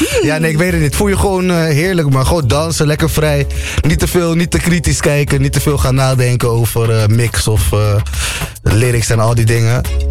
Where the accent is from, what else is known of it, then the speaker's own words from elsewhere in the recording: Capelle aan den IJssel, South Holland, Netherlands; Nee, ik kom uit Capelle.